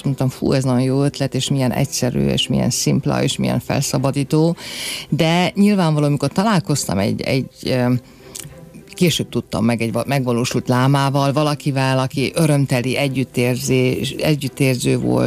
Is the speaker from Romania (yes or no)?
yes; Oradea, Bihor, Romania; Nagyon fiatal voltam, én Erdélyből számozok, nagyváradi lány vagyok